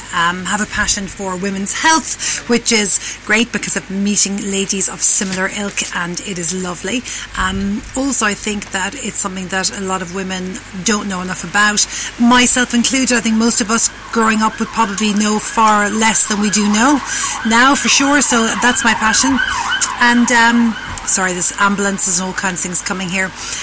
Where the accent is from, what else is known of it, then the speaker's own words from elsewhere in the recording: Ireland; being Irish